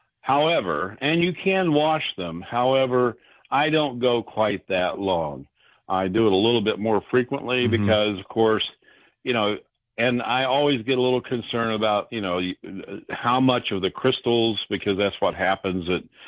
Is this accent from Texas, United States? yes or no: no; West Virginia, United States; It was just, I grew up in West Virginia.